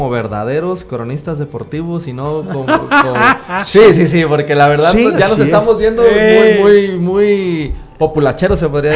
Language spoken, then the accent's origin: Spanish; Mexico; Y eso también es algo que abona a nosotros como mexicanos, ¿no?